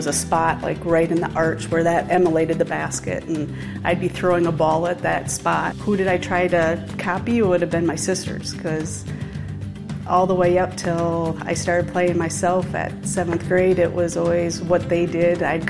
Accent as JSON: {"language": "English", "town": "Milroy", "region": "Minnesota", "country": "United States", "tie": "born or raised there", "said": "Growing up in Milroy, there was three sports. We had volleyball, basketball, and track."}